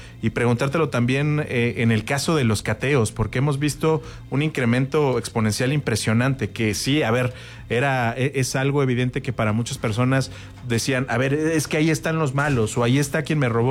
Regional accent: Mexico; un salto que, perdón que te lo diga, pero como mexicano, y lastimosamente, sí me dice también en algún momento que puede existir algún porcentaje de error

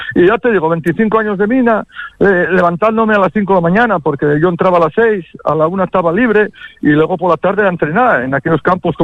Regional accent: Turón, Asturias, Spain; Yo soy de Turón, un pueblo de al lado de Mieres, un pueblo minero.

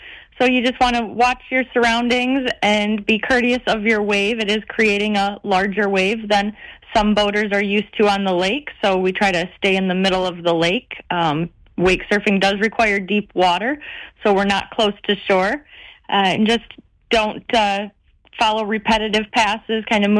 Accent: Fenton, Michigan, United States; Yeah, I'm from Fenton.

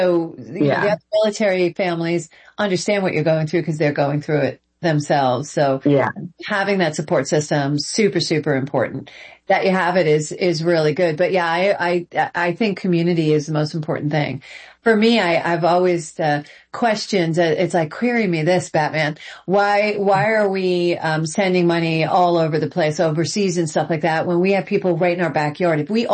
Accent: New York, United States; now in Southern US; because I'm a New Yorker, we don't really do pageants up there. When I came down south, I was like, why is there a pageant for everything?

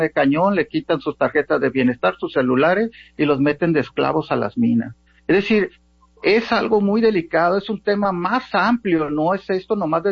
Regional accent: Mazatlán, Sinaloa, Mexico; estaba, de hecho, trabajando en la Ciudad de México, soy de Mazatlán.

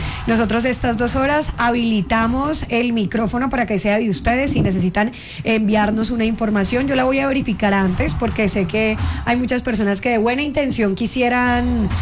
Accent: Cali, Valle del Cauca, Colombia; porque nosotros pues somos de Cali, y tenemos muchos amigos que están allá poniendo el hombro

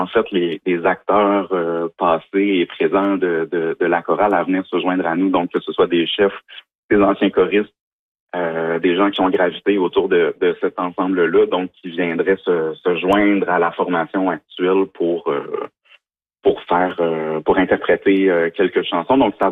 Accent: Quebec, Canada; moved away as an adult; now in Bas-Saint-Laurent, Canada; Moi, je viens de la région de Montréal.

